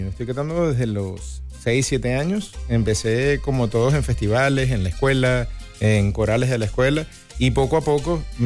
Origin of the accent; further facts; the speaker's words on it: Maracaibo, Zulia, Venezuela; now in Miami, United States; yo soy originalmente de una ciudad que se llama Maracaibo, Venezuela.